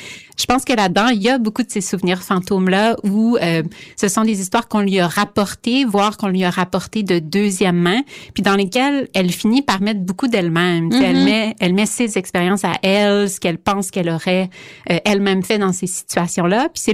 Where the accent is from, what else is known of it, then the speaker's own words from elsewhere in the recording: Canada; now in Montreal, Canada; Je suis pas née en Acadie, mais j'ai grandi là-bas. Mm-hmm. L'identité, c'est malléable, mais je pense quand même que je suis acadienne quelque part en moi.